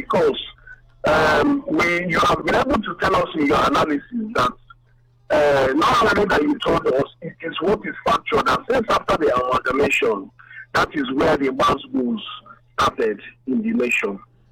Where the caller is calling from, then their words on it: Port Harcourt, Rivers, Nigeria; I'm calling from Port Harcourt.